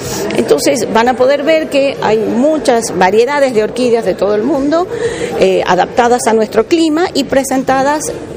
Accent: Tucumán, Argentina

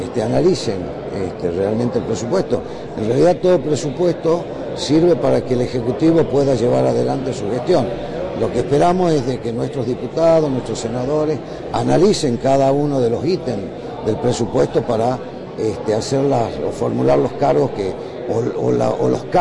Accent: Tucumán, Argentina; como tucumanos nos sentimos orgullosos, porque aparte acá en Tucumán también se declaró la independencia.

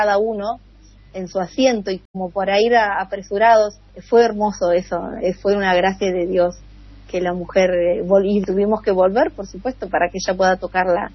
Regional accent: Santo Tomé, Santa Fe, Argentina; Bueno, acá cerca tenemos a Paraná, así que siempre estamos con la gente de Entre Ríos, de Santa Fe. Yo soy de Santo Tomé, pero hay muchos integrantes que son de Santa Fe.

